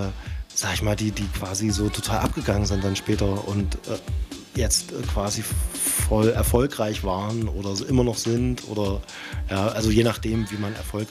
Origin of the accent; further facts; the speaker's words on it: Dessau, Saxony-Anhalt, Germany; now in Leipzig, Germany; Ich war ja vorher in Dessau ansässig, oder das ist halt meine Heimatstadt